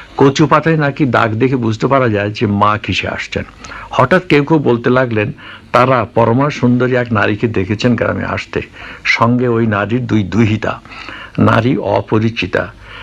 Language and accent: Bangla; Bangladesh; আমার ছোটবেলা কেটেছে সাধারণ এক গ্রামে, সে গ্রাম এখন বাংলাদেশের অন্তর্ভুক্ত। ছোট্ট এক নদীর ধারে সে গ্রাম, আয়তনে ছোট বলে গ্রামের সকল লোকের মধ্যে খুব মেলামেশা ছিল